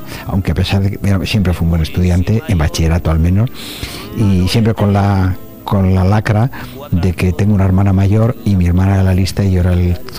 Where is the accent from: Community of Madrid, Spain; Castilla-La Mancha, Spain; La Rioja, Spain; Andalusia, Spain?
Castilla-La Mancha, Spain; also born or lived in A Coruña; yo nací en Galicia, en La Coruña, y vivía en una ciudad muy bonita hasta los 5 años y después me trasplanté a La Mancha.